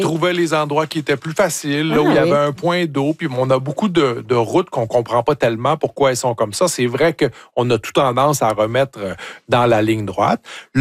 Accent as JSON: {"language": "French", "town": "Cookshire", "region": "Quebec", "country": "Canada", "said": "Je viens, je le répète, de Cookshire, comme disent les anglophones"}